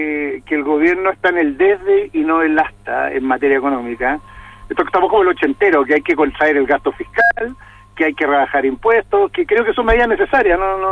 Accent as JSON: {"language": "Spanish", "country": "Chile"}